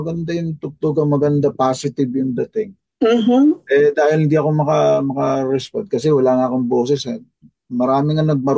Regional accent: Makati, Metro Manila, Philippines; moved away; nandoon ako sa may Makati, taga Makati kami.

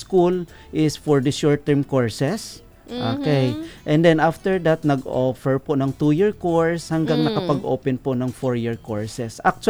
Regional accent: Bacolod, Negros Island Region, Philippines; moved away; also born or lived in Bicol; Hindi po ako pure Bicolano. I'm from Bacolod City.

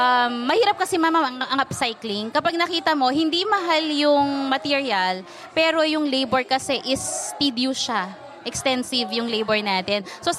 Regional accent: Santo Tomas, Pampanga, Philippines; we're from Pampanga, di ba?

